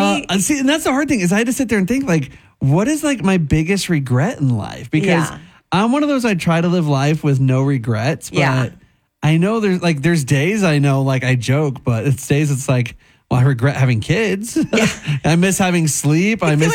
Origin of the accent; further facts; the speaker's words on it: Oklahoma, United States; I'm from Oklahoma